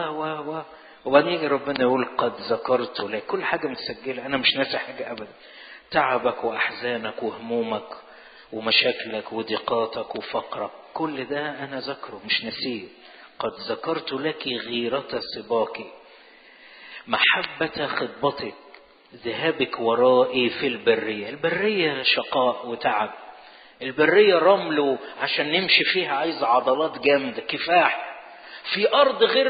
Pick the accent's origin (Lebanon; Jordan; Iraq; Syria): Jordan; Karak Governorate; لأن مؤاب دي محافظة عندنا في الأردن اسمها الكرك، لسه موجودة لحد الآن